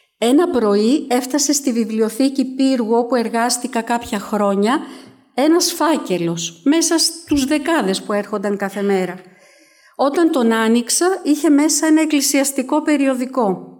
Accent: Athens, Attica, Greece; Γεννήθηκα και μεγάλωσα στην Αθήνα.

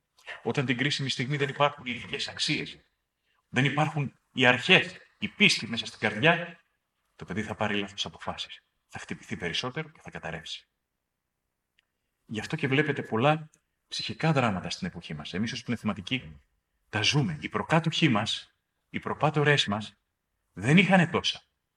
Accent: Greece; Η πρώτη αρρώστια, Έλληνες είμαστε.

